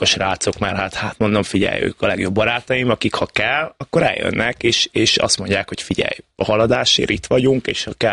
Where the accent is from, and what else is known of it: Szombathely, Vas, Hungary